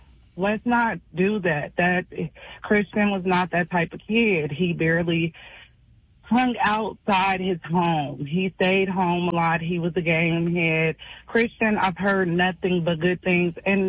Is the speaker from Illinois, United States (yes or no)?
yes; Champaign, Illinois, United States; So I'm born and raised in Champaign. My family is from Champaign, Urbana.